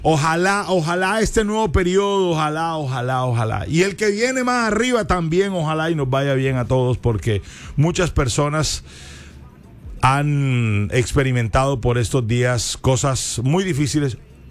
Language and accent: Spanish; Colombia; a todos como colombianos